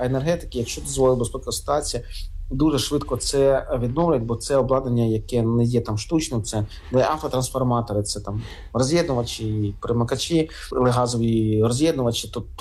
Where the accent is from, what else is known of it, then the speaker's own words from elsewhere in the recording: Kharkiv Oblast, Ukraine; це або моя рідна Харківщина, або Чернігівщина, Сумщина, або наш рідний Київ, Київська область.